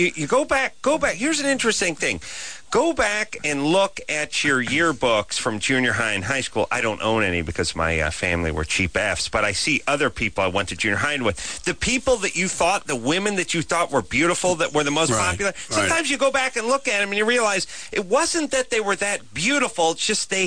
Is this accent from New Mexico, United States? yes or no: no; North Hollywood, California, United States; Well, I grew up in North Hollywood, so half the people just become grips and directors.